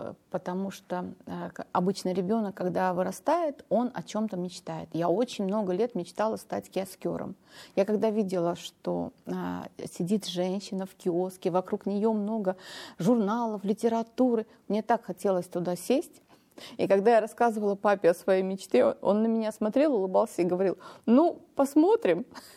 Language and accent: Russian; Armenia; я родилась в Армении. Я по национальности армянка, у меня армянские корни. Вот, родилась и выросла там, и даже вышла замуж там.